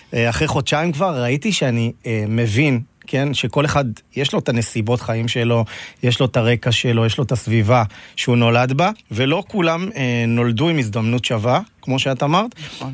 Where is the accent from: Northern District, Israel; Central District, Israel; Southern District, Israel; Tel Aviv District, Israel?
Northern District, Israel; Beit She'an; born there; גם נולדתי בבית שאן